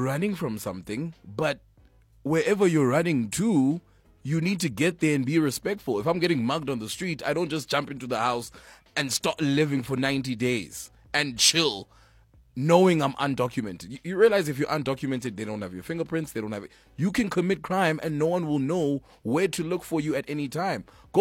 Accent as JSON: {"language": "English", "country": "South Africa", "said": "as a South African"}